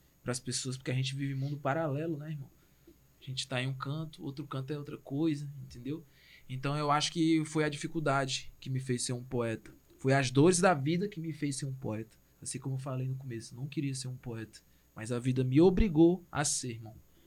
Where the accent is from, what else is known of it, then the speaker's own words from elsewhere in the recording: Brazil; na Selva de Pedra, que foi onde eu nasci, onde eu cresci.